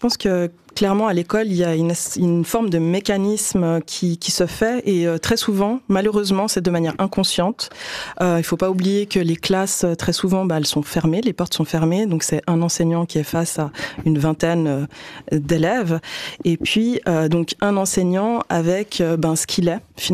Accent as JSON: {"language": "French", "region": "Geneva", "country": "Switzerland", "tie": "born or raised there", "said": "J'ai grandi ici en Suisse, à Genève."}